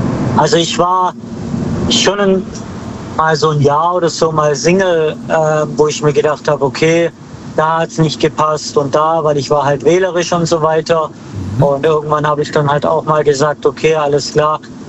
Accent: Baden-Württemberg, Germany; Aus dem Schwarzwald.

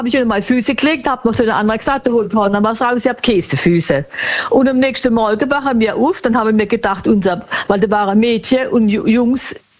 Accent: Bad Schönborn, Baden-Württemberg, Germany

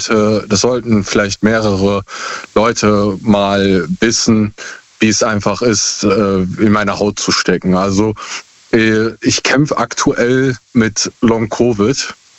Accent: Essen, North Rhine-Westphalia, Germany; Aus Essen.

